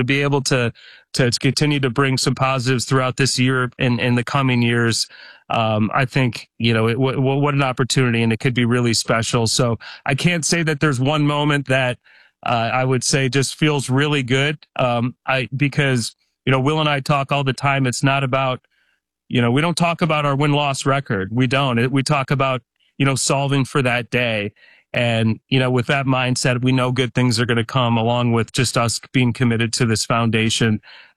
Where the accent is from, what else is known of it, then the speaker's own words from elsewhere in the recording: Detroit, Michigan, United States; You know, I grew up in Detroit, and you know, I'm a Lions fan.